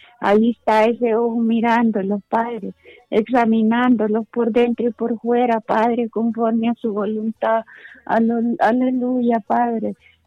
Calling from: Tiupasenti, El Paraíso, Honduras; Le hablo de Tiupacente, hermano.

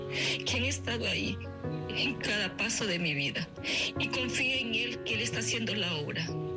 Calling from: Honduras; mi pueblo de Honduras

